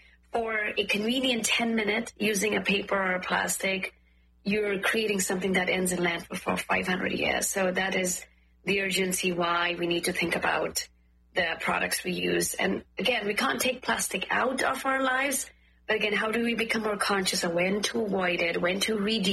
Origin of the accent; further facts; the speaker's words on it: Uttarakhand, India; English is a second language; So I'm from North India. I'm from Uttarakhand. Uttarakhand is a beautiful state right next to Nepal, where we can see the whole Himalayan range.